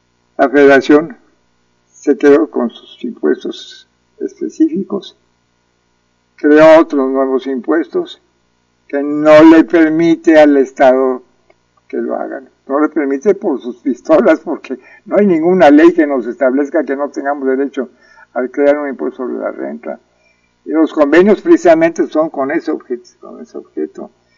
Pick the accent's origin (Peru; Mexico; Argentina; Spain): Mexico; si somos realmente mexicanos todos nosotros?